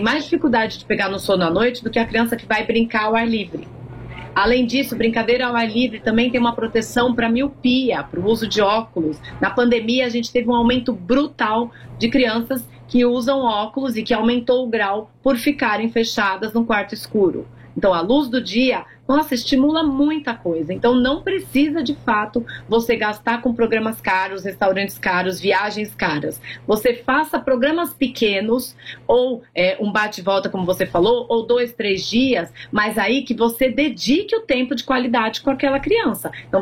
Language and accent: Portuguese; Brazil